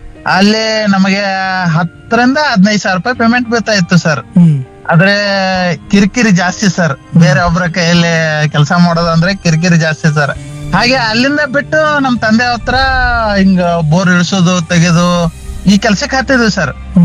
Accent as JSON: {"language": "Kannada", "area": "Belagavi district", "region": "Karnataka", "country": "India", "tie": "born or raised there", "said": "ನಾವು ಬೆಳಗಾವಿ ಜಿಲ್ಲೆಯದವರು."}